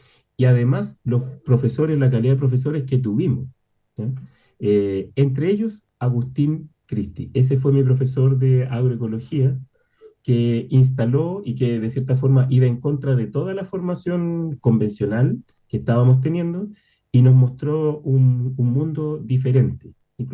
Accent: Santiago, Santiago Metropolitan, Chile; yo soy de Santiago.

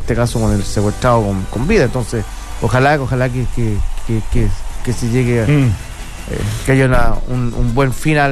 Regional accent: Chile; En algún momento los chilenos fuimos como los venezolanos

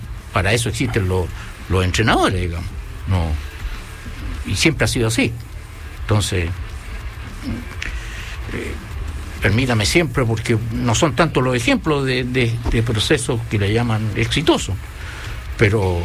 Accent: Chile; yo soy chileno también

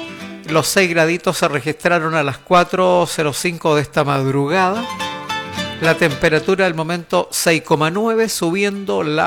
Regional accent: Chile; nosotros, usted lo sabe, somos chilenos todo el año.

